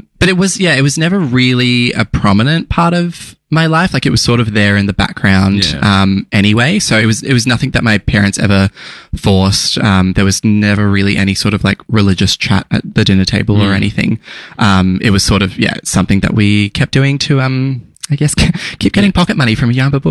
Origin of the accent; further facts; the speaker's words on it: Adelaide, South Australia, Australia; moved away as an adult; now in Melbourne, Australia; You may be listening from Adelaide. I grew up in Adelaide.